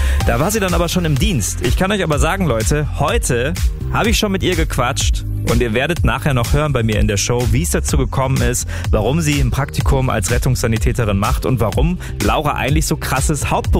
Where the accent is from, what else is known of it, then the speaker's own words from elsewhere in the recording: Bielefeld, North Rhine-Westphalia, Germany; Ich spiele euch jetzt Musik aus meiner Heimatstadt Bielefeld.